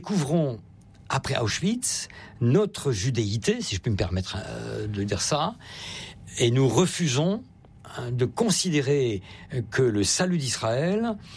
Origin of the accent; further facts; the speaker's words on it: Grand Est, France; et notamment le Vendredi Saint chez nous en Alsace qui est férié